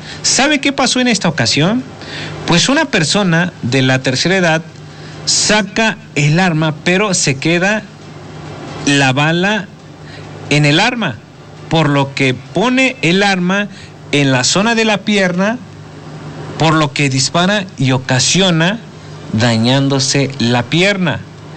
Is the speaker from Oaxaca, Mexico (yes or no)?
no; Puebla, Mexico; usted y yo que somos de la Mixteca Poblana